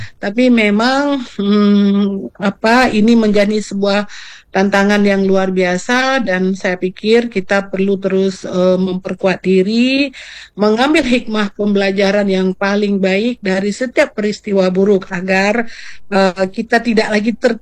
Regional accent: Aceh, Indonesia; kalau kita lihat dalam konsepsi kita sebagai orang Aceh ya khususnya ya

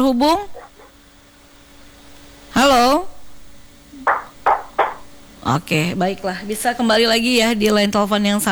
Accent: Tidore, North Maluku, Indonesia; ini saya orang Tidore ya.

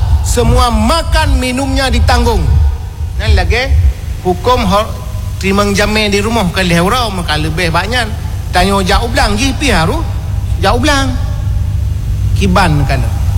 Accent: Aceh, Indonesia; perjuangan kita orang Aceh

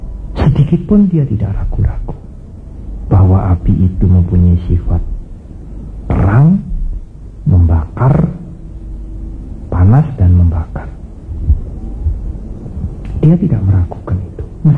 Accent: Blora, Central Java, Indonesia; Di daerah saya di Blora itu ada satu desa yang namanya Pelotot.

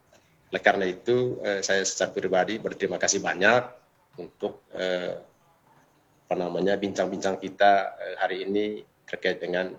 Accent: East Nusa Tenggara, Indonesia; Kalau konteks Belis untuk kita orang Manggarai tidak seperti itu.

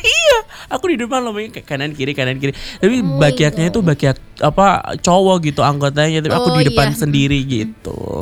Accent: Sidoarjo, East Java, Indonesia; Dulu di kampung aku di Sidoarjo sana ada, Kak Melody.

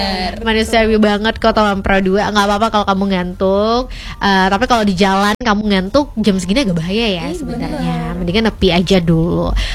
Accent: Tanjung Pinang, Riau Islands, Indonesia; kita orang Tanjung Pinang nih.

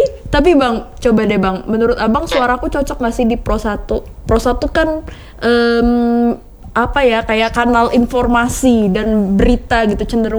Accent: Banten, Indonesia; ayah bundaku tuh orang Minang, tapi aku tuh dari kecil di Banten tinggalnya

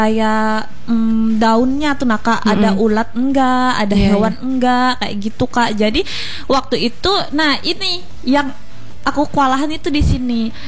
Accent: Pulang Pisau, Central Kalimantan, Indonesia; now in Palangka Raya, Indonesia

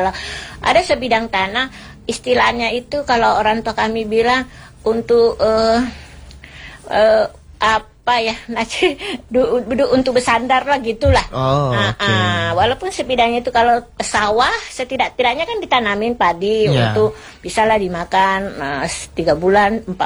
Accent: South Sulawesi, Indonesia; Kalau kami ini Bugis dulu yang masih saya ingat dari kecil-kecil itu selalu mengikuti, apalagi di kampung ya.

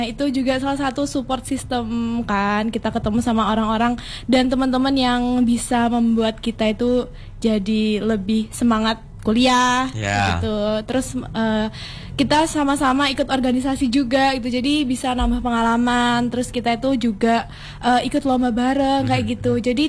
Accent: Jombang, East Java, Indonesia; Kalau aku asalnya dari Jombang, Kota Santri.

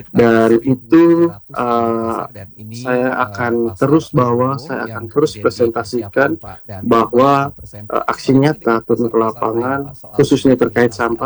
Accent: East Nusa Tenggara, Indonesia; Jadi menurut saya tidak malu ketika saya berasal dari Nusa Tenggara Timur, maka saya sangat bangga

